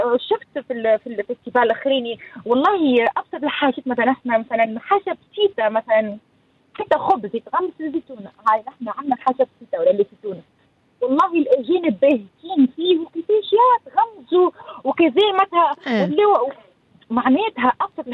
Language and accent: Arabic; Tunisia; moved away; انا تونسيه كل يوم عمري كامل